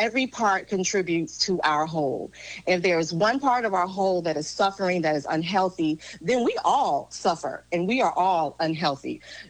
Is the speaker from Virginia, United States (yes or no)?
no; North Carolina, United States; Because back in the day when we were growing up in Vance County, Tracy and I, we grew up here, different.